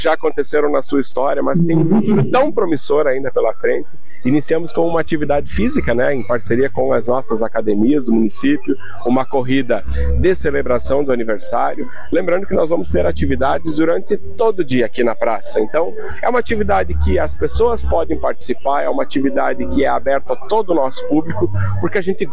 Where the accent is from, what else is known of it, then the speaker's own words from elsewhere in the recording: São José do Cedro, Santa Catarina, Brazil; eu nasci em São José do Cedro, cresci em São José do Cedro e já escolhi que quero viver o resto dos meus dias aqui nessa cidade.